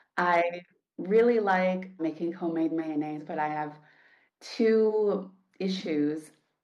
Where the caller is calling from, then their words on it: Tel Aviv, Tel Aviv District, Israel; I'm calling from Tel Aviv.